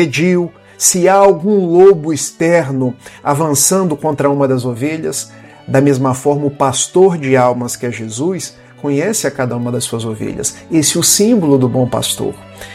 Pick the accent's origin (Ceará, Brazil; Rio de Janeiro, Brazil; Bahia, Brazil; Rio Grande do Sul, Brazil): Rio de Janeiro, Brazil; Itaperuna; Estou me valendo de uma palavra do interior do estado do Rio, de onde eu sou da cidade de Itapiruna.